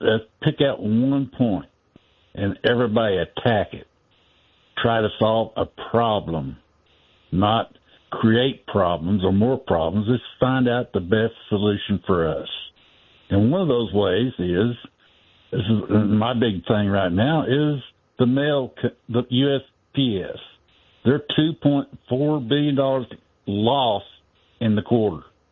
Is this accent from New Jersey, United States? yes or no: no; Oklahoma, United States; People, and I come from Oklahoma, there's lots of miles out there.